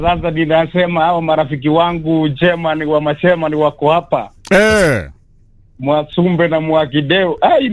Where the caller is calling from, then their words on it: Gilgil, Nakuru County, Kenya; kutoka Gilgili